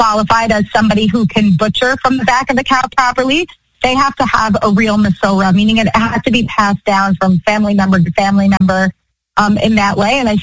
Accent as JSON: {"language": "English", "town": "Five Towns", "region": "New York", "country": "United States", "tie": "born or raised there", "said": "being that I grew up in the Five Towns, you know, and spent my childhood shopping gourmet glass and then moved here"}